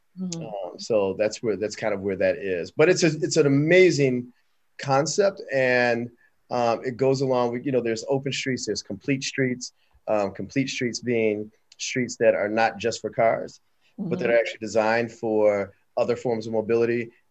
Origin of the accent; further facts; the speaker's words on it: Detroit, Michigan, United States; I'm from Detroit, you know, myself, you know, and so, you know, I can't imagine them putting a bike lane on 7 Mile, for instance. I mean, you know, this is where I live, right?